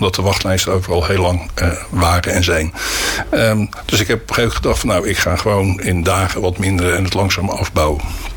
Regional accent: Schiedam, South Holland, Netherlands; moved away as an adult; now in Vlaardingen, Netherlands; Ik ben geboren in Schiedam in 1954. En ik woon nu zo'n 40 jaar in Vlaardingen.

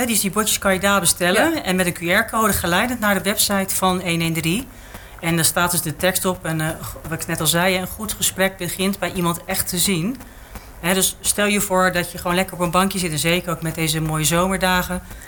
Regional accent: Gouda, South Holland, Netherlands; Ik ben geboren en getogen Goudenaar.

